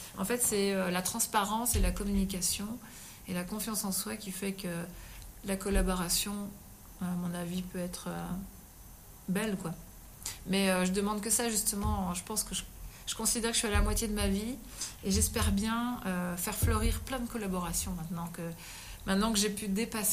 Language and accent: French; France; now in Belgium; je suis française et que j'arrive en Belgique